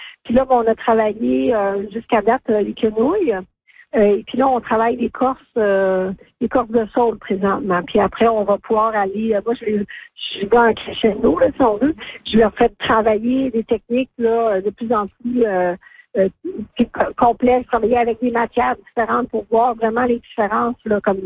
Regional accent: Quebec, Canada; moi, je viens des Laurentides, j'habite à Val-David, fait que je me suis déplacée.

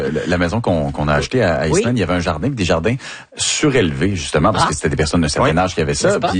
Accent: Quebec, Canada; moi, je viens de Delbaume-Stassigny, Saguenay-Lac-Saint-Jean, du coup, là.

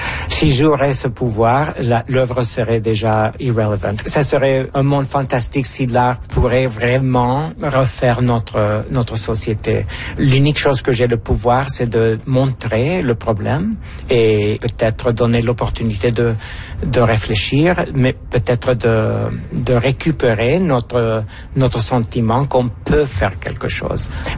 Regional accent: Honduras; born there; French is a second language; moved away; j'ai vécu par plusieurs ans mon enfance à l'Honduras. C'est un petit pays en Amérique centrale.

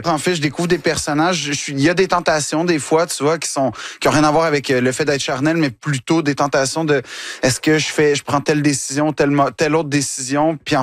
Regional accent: Quebec, Canada; moved away as an adult; now in Paris, France; je tiens à rester québécois jusqu'au bout des doigts

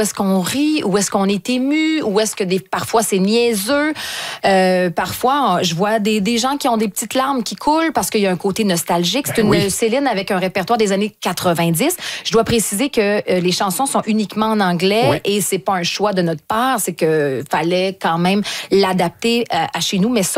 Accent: Quebec, Canada; accent: Québécois; Mais j'ai un fort accent québécois et je pense que ça amenait beaucoup un côté comique aussi à côté des autres qui étaient des anglophones.

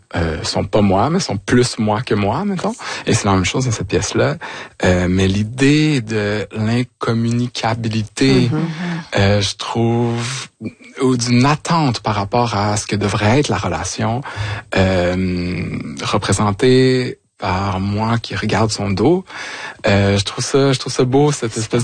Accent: Quebec, Canada; born or raised there

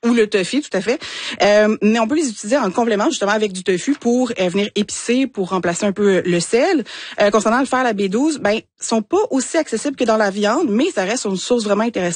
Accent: Quebec, Canada; moi, je suis gaspésienne

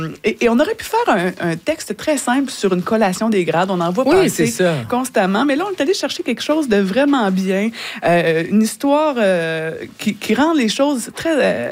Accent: Quebec, Canada; Oui, je viens de Mauricie, mais il y a des histoires là.

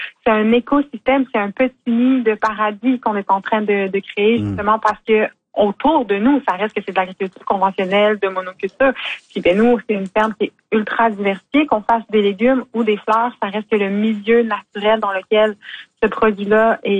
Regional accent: Quebec, Canada; moved away as an adult; also born or lived in British Columbia; je suis native de Bédéfort

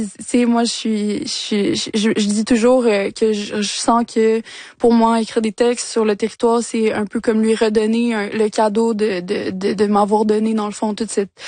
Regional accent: Quebec, Canada; je pense que en tant que Québécois, Québécoise, pour moi, c'est important

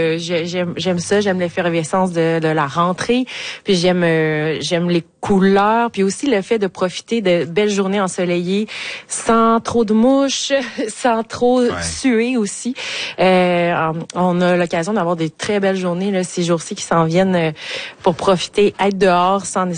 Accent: Carleton-sur-Mer, Quebec, Canada; chez nous, à Carleton-sur-Mer, il y a le mont Saint-Joseph qu'on peut prendre à différents niveaux, plateaux pour se rendre.

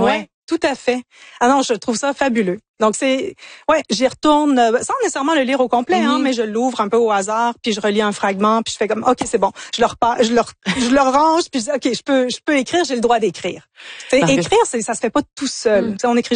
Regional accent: Ontario, Canada; born or raised there; also born or lived in United States / England

